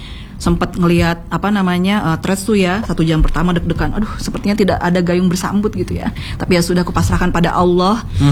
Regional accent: Jakarta, Indonesia; moved away as an adult; now in Malang, Indonesia; Saya pendatang dari Jakarta yang sudah 4 tahun resign dari korporat terakhir di Jakarta, lalu memutuskan untuk stay for good di Malang.

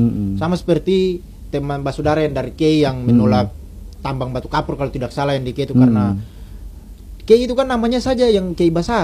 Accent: Tanimbar, Maluku, Indonesia; lalu mereka tanya asalnya dari mana, dari Tanimbar.

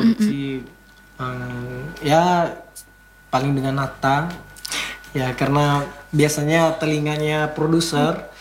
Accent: Manggarai, East Nusa Tenggara, Indonesia; saya orang Manggarai, tapi tidak bisa saya paham bahasa Manggarai tahu.

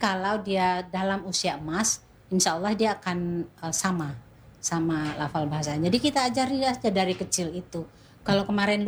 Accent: Padang, West Sumatra, Indonesia; now in Pekanbaru, Indonesia; walaupun saya aslinya orang Padang, tapi saya tinggalnya di Pekanbaru. Nah, Pekanbaru itu unik. Kalau secara kewilayahan, dia itu kan masuk Provinsi Riau.

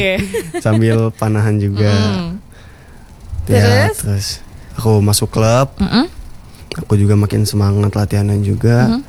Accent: Tangerang, Banten, Indonesia; born there; Aku lahir di Tangerang. Mm-hmm. 29 Agustus 2008.

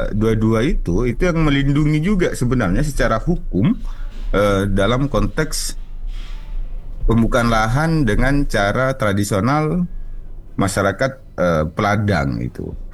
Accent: Pontianak, West Kalimantan, Indonesia; saya juga kelahiran Pontianak ya, besar di Pontianak juga.

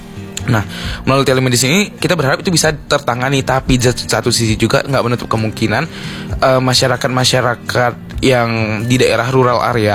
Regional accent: Pekanbaru, Riau, Indonesia; Contoh nih, kan kayak gini nih misalnya, aku dari Pekanbaru. Vaskesku di Pekanbaru, BPJS-nya pas aku pindah ke UNH itu sebulan pertama aku kan belum pindah.

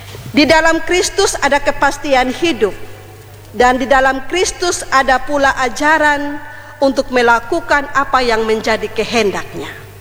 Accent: East Nusa Tenggara, Indonesia; Kalau kita orang Rote, kita punya filosofi atau semboyan itu adalah, salah satu contoh adalah Dalek Esa.

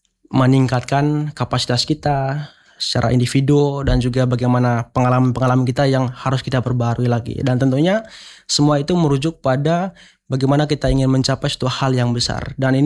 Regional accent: Manggarai, East Nusa Tenggara, Indonesia; now in Kupang, Indonesia; Untuk asalnya dari Manggarai.

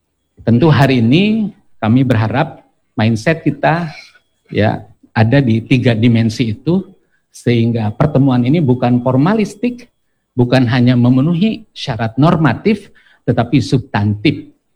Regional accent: Cirebon, West Java, Indonesia; kita bangga sebagai orang Jawa Barat, kita bangga sebagai orang Cirebon

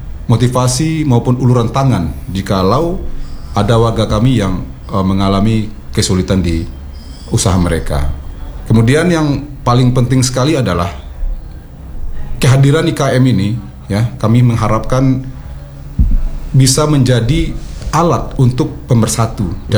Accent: West Sumatra, Indonesia; pedoman kami selaku warga Minangkabau yang tentunya untuk bisa membentengi jiwa, terutama jiwa pribadi masing-masing warga Minangkabau

